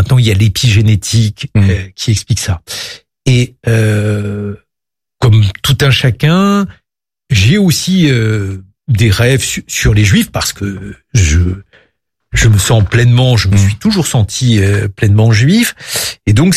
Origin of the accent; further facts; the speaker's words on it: France; je suis français